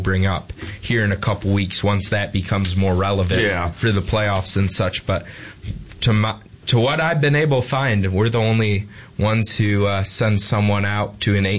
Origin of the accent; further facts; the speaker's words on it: Michigan, United States; They just know I'm the guy from Michigan